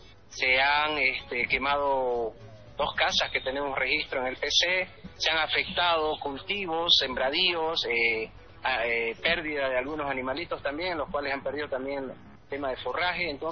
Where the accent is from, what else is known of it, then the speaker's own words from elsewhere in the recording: Santa Cruz, Bolivia; moved away as an adult; Cruceño, yo soy cruceño y bueno, ya estoy aquí hace más de 18 años, pero siempre hay la añoranza de poder algún día estar por allá